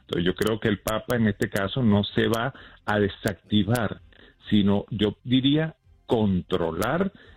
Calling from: Miami, Florida, United States; Estoy aquí cerquita de ti, aquí en Miami.

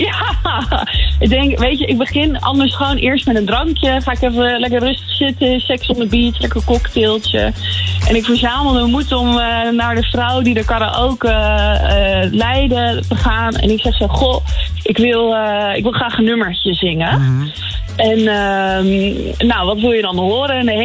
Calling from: Netherlands

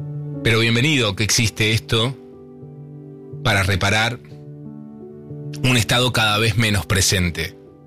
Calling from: Quilmes, Buenos Aires Province, Argentina; de Quilmes.

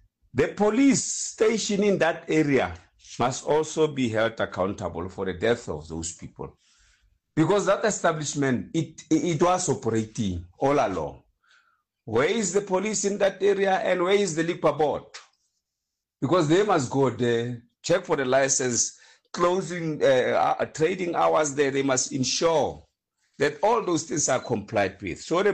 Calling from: Mahikeng, North West, South Africa; in Mahike

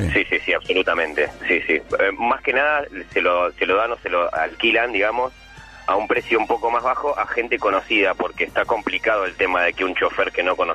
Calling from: Buenos Aires, Argentina; Soy de acá, de Capital, de Caballito.

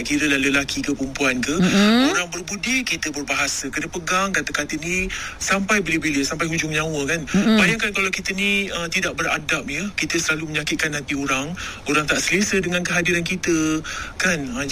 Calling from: Seri Kembangan, Selangor, Malaysia; Ya, saya dari Sri Kembangan.

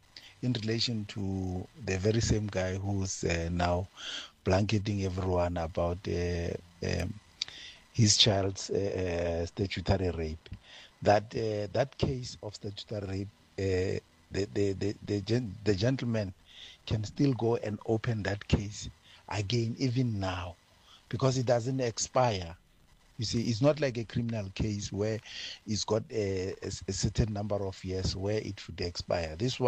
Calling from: Pretoria, Gauteng, South Africa; I'm calling you from Pretoria.

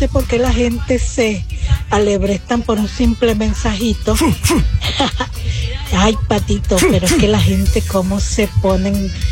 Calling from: Coahuila, Mexico; Soy la güerita de Coahuila.

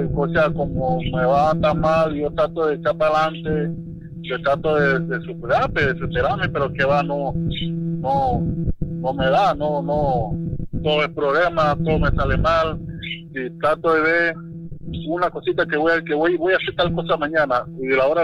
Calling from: La Chorrera, Panamá Oeste, Panama; De aquí, de Chorrera.

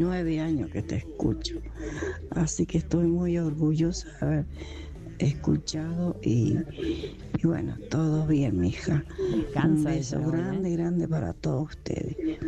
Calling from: Puerto Santa Cruz, Santa Cruz, Argentina; de acá de Puerto Santa Cruz, provincia de Santa Cruz.

